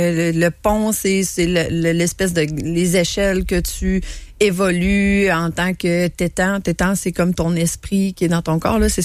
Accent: Quebec City, Quebec, Canada; born or raised there

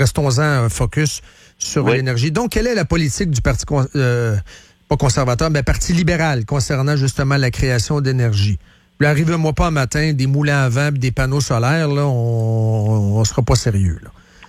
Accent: Quebec, Canada; On est des Québécois, vous et moi, puis on lui pose la question.

